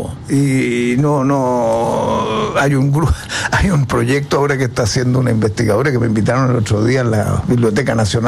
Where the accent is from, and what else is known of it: Chile